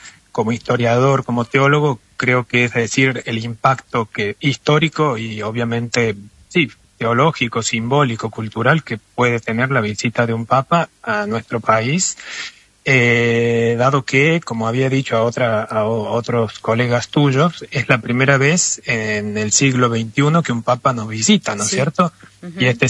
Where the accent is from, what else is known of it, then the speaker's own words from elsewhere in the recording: Córdoba, Argentina; now in Italy; Soy cordobés, y no sé si se siente la tona.